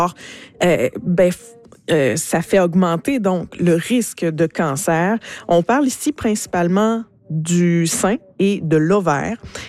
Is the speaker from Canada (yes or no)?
yes; Quebec, Canada; chez nous, au Bas-Saint-Laurent.